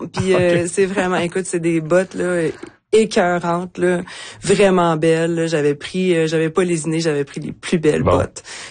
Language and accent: French; Quebec, Canada; en tant que Québécoise, donc francophone